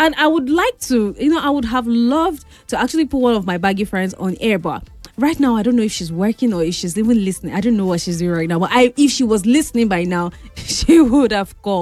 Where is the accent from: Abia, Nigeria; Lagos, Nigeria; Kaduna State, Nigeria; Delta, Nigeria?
Kaduna State, Nigeria; Kaduna; now in Abuja, Nigeria; I'm from Kaduna